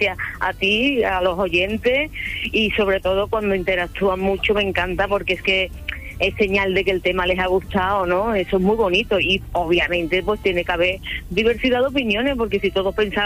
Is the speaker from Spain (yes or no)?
yes; Seville, Andalusia, Spain; moved away; me bajaré para Sevilla, este viaje, que quiero estar en mi tierra estos dos mesecitos